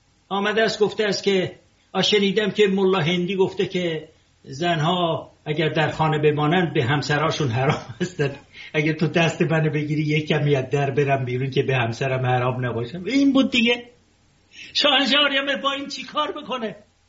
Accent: Tehran, Tehran Province, Iran; also born or lived in Ardabil; اردبیل، که من اردبیلی هستم، در تهران بزرگ شدم و من اردبیلی هستم.

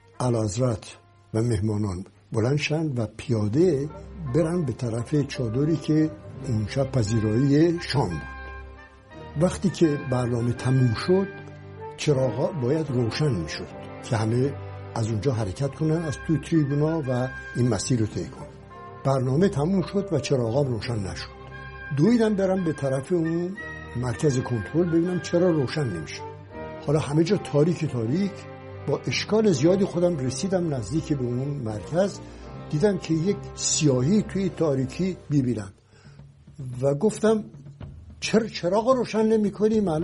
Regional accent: Iran; به عنوان یک ایرانی

